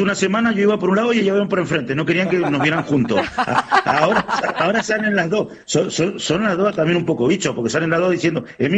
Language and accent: Spanish; Guaymallén, Mendoza, Argentina; Somos todos de Guaymallén.